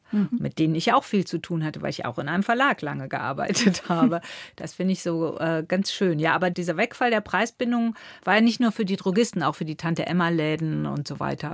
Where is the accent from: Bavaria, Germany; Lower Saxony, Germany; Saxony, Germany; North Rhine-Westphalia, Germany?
North Rhine-Westphalia, Germany; Cologne; Und die Drogerie war in Köln, Köln-Beckendorf. Wir sind schon in der Großstadt aufgewachsen, aber das sind ja immer diese wunderbaren Ambivalenzen, weil im Grunde genommen war es bei uns wie auf dem Dorf.